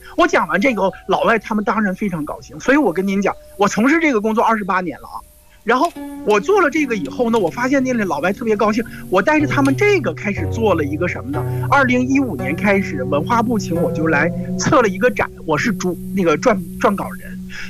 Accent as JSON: {"language": "Chinese", "country": "China", "said": "我们中国人"}